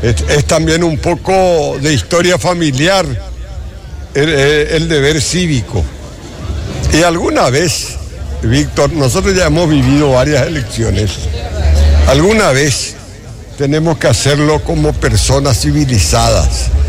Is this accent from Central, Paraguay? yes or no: yes; Luque, Central, Paraguay; Somos paraguayos, somos luqueños